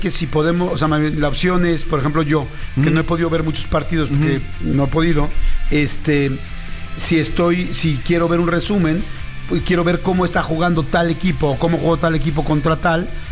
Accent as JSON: {"language": "Spanish", "country": "Mexico", "said": "¿quién que somos mexicanos no queremos que nos vaya bien?"}